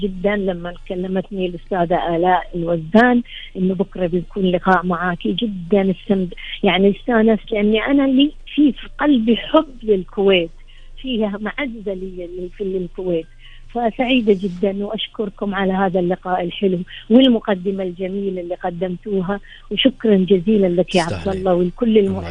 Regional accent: Bahrain; البحرين بلد الأمان والسلام والاستقرار، الحمد لله. الله يتمم علينا أمننا واستقرارنا

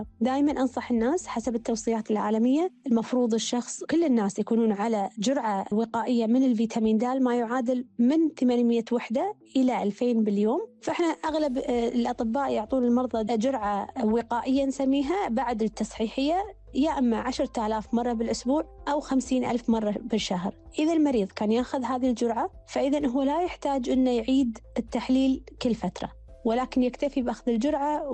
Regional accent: Kuwait; مثل ما احنا عندنا بالكويت

